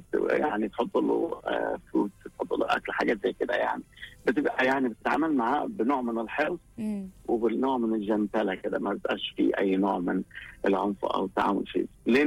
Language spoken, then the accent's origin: Arabic; Egypt; احنا شتا دلوقتي 6 و7 و8، دول عز الشتا زي عندنا في مصر يناير وفبراير كده.